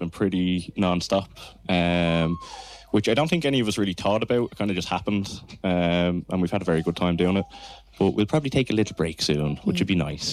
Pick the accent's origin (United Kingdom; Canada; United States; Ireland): Ireland; Dublin, Leinster; So growing up in Dublin, seeing them very regularly was a real treat.